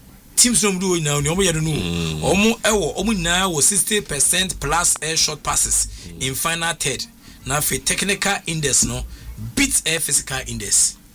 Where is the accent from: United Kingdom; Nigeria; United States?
Nigeria; He was a very good friend of mine. I'm from Nigeria.